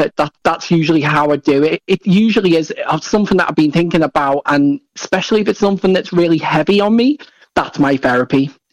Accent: Liverpool, North West England, United Kingdom; I'm originally based from Liverpool, so I'm a Scouser, just like 30 Talk or Charlotte.

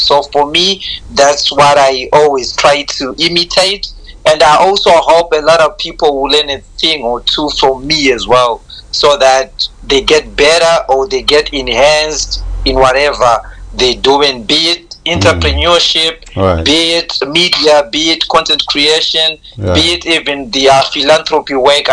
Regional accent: Harare, Zimbabwe; also born or lived in Norton, Zimbabwe; I was in Harare, where I grew up. Basically, most of my life, I saved it in a neighborhood called Budiriro.

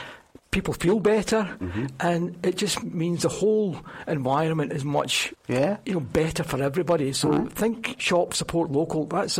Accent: Strathaven, Scotland, United Kingdom; I was born and raised in Lanarkshire. I come from Strathaven originally, and I've lived in Lanarkshire all my life.

